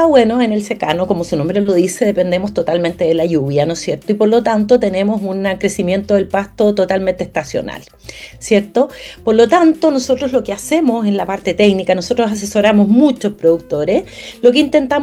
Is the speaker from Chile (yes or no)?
yes; O'Higgins, Chile; yo soy de O'Higgins.